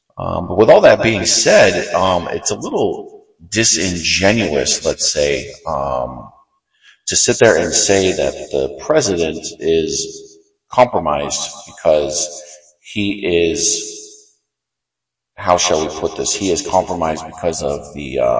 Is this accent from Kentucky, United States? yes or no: no; Rochester, New York, United States; I grew up in Rochester, New York, where I boxed for 9 years of my childhood, from the age of 12 until I was 21.